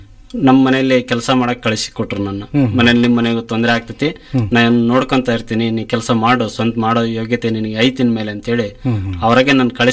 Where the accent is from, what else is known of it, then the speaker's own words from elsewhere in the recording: Jigadi, Karnataka, India; ನಮ್ಮ ಜಿಗಡಿ ಗ್ರಾಮದಲ್ಲಿ ಮಿಲೇವಿನೂರು ಸ್ವಲ್ಪ ಹತ್ರದಲ್ಲಿ ಸಿಟಿ ಇದ್ದಂಗಿದೆ